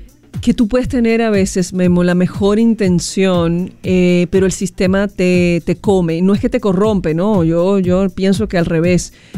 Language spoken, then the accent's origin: Spanish; Dominican Republic; Porque tú sabes cómo somos los dominicanos.